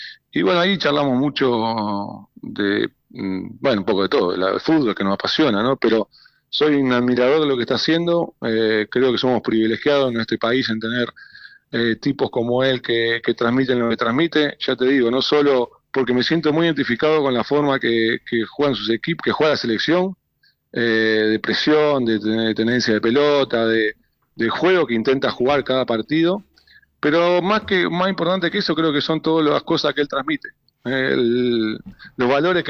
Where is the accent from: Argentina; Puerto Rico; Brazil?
Argentina; nosotros somos esos los argentinos